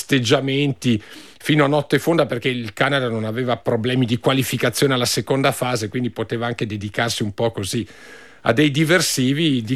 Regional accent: Bolzano, Trentino-Alto Adige, Italy; io non gli ho detto che sono di Bolzano

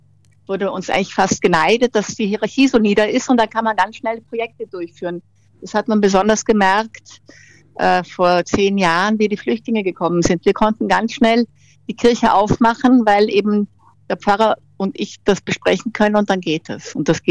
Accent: Austria; Nein, ich bin Österreicherin. Ich habe lieber einen kleinen Schwarzen oder einen Espresso.

